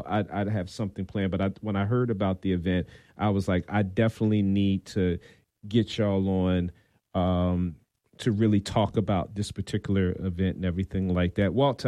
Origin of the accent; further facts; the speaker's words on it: Chester, Pennsylvania, United States; now in New Jersey, United States; I come out of an area, I live in South Jersey, but I grew up in Chester, Pennsylvania, right outside of Philadelphia.